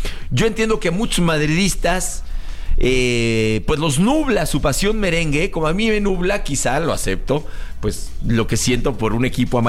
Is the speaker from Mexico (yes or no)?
yes; Mexico; porque yo soy de México y yo amo a México y al equipo de México.